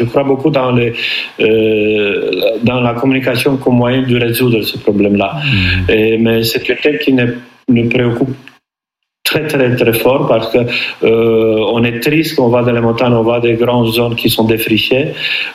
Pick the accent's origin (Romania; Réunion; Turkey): Romania; Brașov, Brașov County; même ici chez nous à Brasov